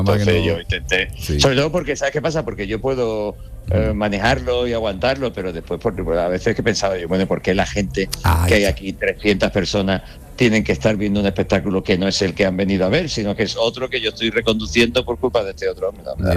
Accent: Andalusia, Spain; yo sé que muchas veces también me relajo y hablo más con mi acento natal y en fin, hay pequeñas confidencias que son normales, eso no se trae. Incluso cuando ya voy a Cádiz o San Fernando, pues todavía la vida es más todavía, ¿no?

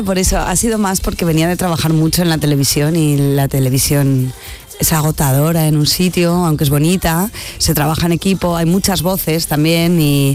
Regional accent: Huesca, Aragon, Spain; now in Madrid, Spain; soy de Huesca

